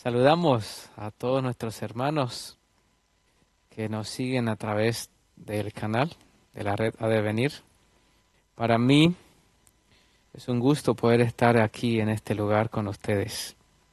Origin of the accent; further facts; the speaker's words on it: Colombia; now in Peru; Vengo de Perú, pero soy colombiano. Trabajamos en Perú ya 12 años en un puesto de avanzada que está ubicado en la selva central